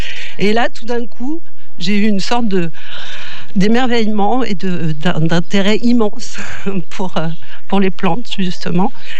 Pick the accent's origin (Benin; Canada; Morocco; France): France; Normandy; moved away as an adult; now in Florac, France; Je viens de Normandie